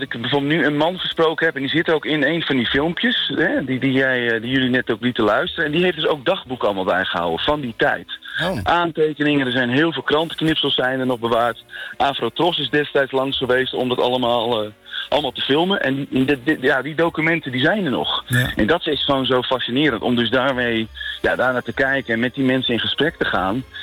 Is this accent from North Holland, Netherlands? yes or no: no; Friesland, Netherlands; ik ben zelf Fries